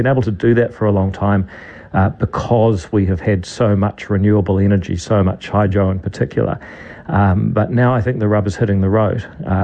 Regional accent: Whangarei, Northland, New Zealand; I grew up in Whangarei.

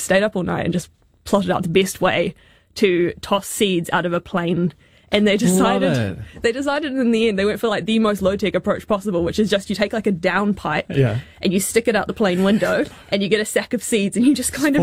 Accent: New Zealand; perhaps just my experience as a New Zealander, I think because we're just this tiny little country at the bottom of the world

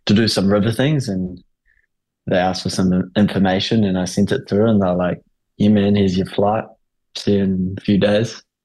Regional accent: Okere Falls, Bay of Plenty, New Zealand; I grew up in Aukiri Falls, a small town out of Rotorua.

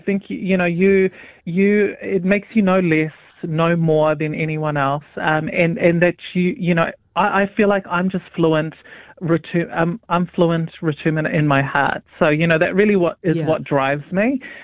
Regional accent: North Shore, Auckland, New Zealand; born there

